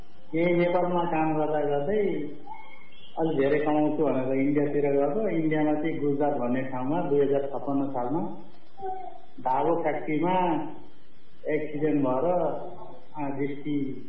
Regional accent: Lumbini Province, Nepal; born there; मेरो जन्म यही रूपन्देहीमा भएको हो, 2032 सालमा।

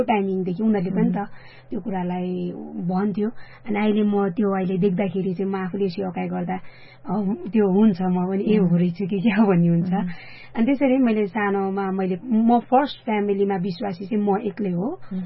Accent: Kathmandu, Bagmati, Nepal; born there; काठमाडौँमै।

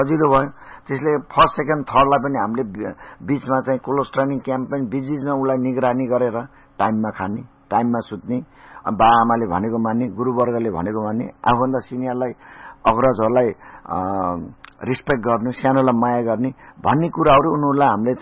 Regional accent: Tilottama, Lumbini Province, Nepal; म यहीँको बासिन्दा तिलोतमा नगरपालिका 15 को बासिन्दा भएको हुनाले

